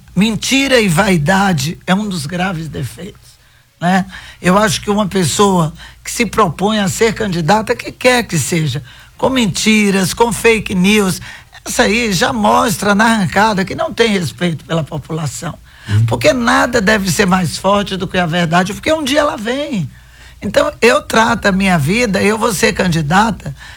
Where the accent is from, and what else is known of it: Brazil